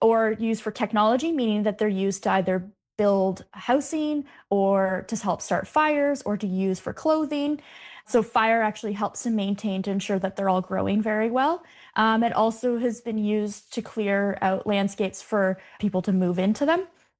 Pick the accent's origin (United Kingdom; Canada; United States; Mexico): Canada; Ontario; I grew up on Georgian Bay, and I've always been connected to land.